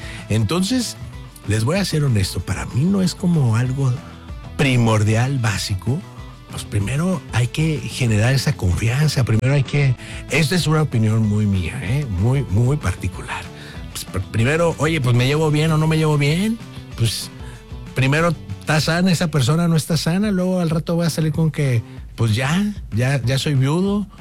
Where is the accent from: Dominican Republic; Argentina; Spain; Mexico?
Mexico; Monterrey, Nuevo León; somos regios. Vivimos en Monterrey, somos de Monterrey